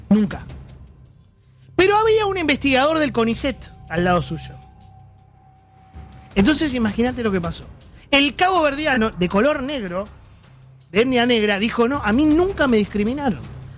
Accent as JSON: {"language": "Spanish", "country": "Argentina", "said": "A mí como argentino, si atacan mi selección, mi capitán, mi líder, mi ídolo, mi pueblo, mi gente, mi sociedad, mis costumbres, mi tierra y mi familia"}